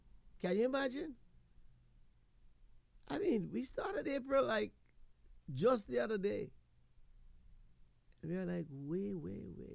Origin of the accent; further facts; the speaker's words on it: Portland Cottage, Clarendon, Jamaica; the flashback is when I was growing up in Portland Cottage, with my grandmother.